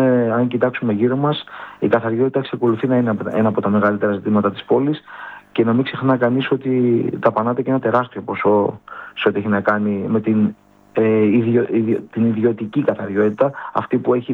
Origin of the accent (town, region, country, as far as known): Rhodes, South Aegean, Greece